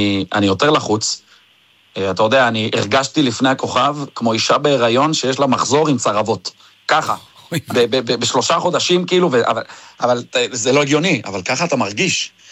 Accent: Jerusalem, Jerusalem District, Israel; אנחנו ירושלמים

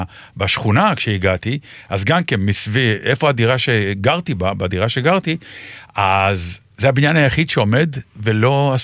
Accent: Ramat Gan, Tel Aviv District, Israel; שעברתי דרך בית ילדותי, ברמת גן

